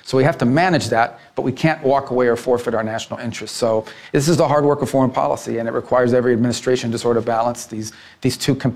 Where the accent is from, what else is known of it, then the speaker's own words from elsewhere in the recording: Miami, Florida, United States; Put aside for a moment my history, the fact that I'm Cuban-American, the fact that I grew up in Miami.